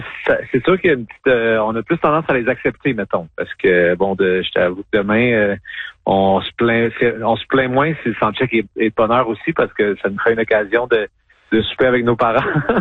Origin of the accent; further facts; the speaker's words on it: Sherbrooke, Quebec, Canada; first language French; on a grandi en chambre à Sherbrooke.